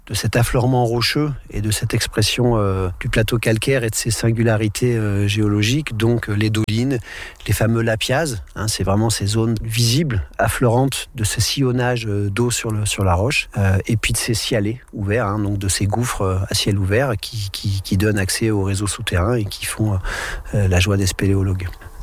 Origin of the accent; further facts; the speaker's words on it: Grenoble, Auvergne-Rhône-Alpes, France; also born or lived in Verdun; J'y ai peu grandi, hein, puisque j'ai débarqué à Grenoble à 4 ans, et voilà, l'évolution professionnelle de mes parents ont plutôt fait de moi un grenoblois ou un alpin.